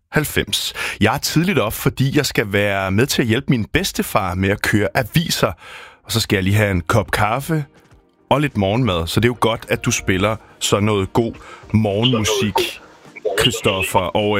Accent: Næstved, Zealand, Denmark; moved away; Jeg kommer faktisk heller ikke så langt derfra oprindeligt. Jeg er oprindeligt faktisk fra Næstved.

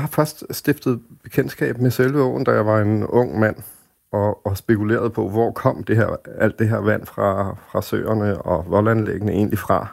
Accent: Copenhagen, Capital Region of Denmark, Denmark; jeg er københavner og vokset op her

